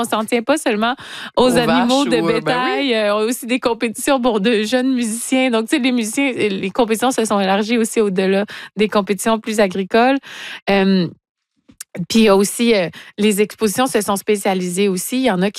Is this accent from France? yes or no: no; Rimouski, Quebec, Canada; Rimouski, ma terre natale